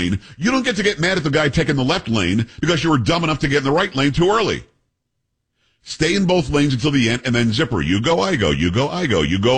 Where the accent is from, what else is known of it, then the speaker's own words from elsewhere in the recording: Florida, United States; also born or lived in New York; now in Texas, United States; Now, growing up in South Florida and also parts of New York, Florida does it better.